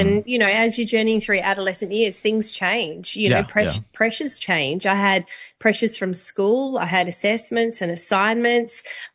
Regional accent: Perth, Western Australia, Australia; From Perth, Western Australia.

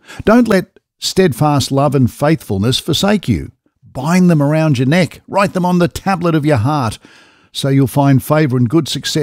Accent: Mentone, Victoria, Australia; a long way from where I grew up in Mentone.

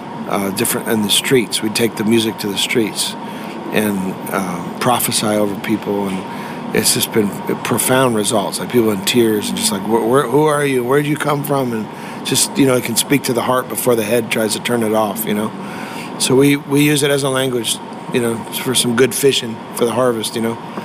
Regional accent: Australia; I don't think we've had our Australians yet. So we're calling from the Thunder Down Under, calling for them to come on up and join us.

